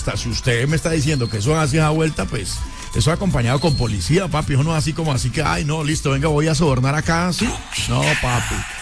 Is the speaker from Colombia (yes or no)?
yes; Colombia; aquí todos somos colombianos, aquí todos somos igualitos, toditos.